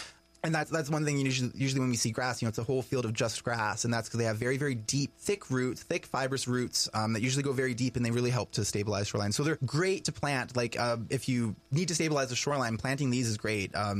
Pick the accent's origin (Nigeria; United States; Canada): Canada; Peterborough, Ontario; now in Haliburton, Canada; So I come from Peterborough.